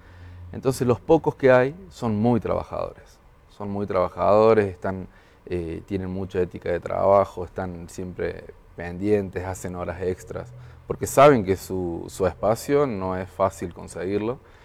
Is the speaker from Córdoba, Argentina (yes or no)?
yes; Córdoba, Argentina; moved away as an adult; now in Fresnillo, Mexico; Yo soy de Córdoba, de la provincia de Córdoba, de Argentina.